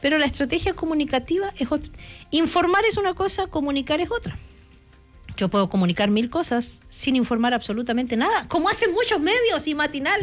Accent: Chile

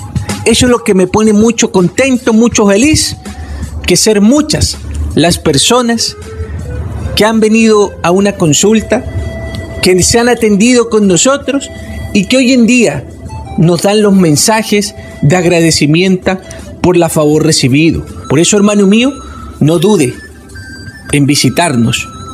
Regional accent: Argentina; Argentinos, soy argentino.

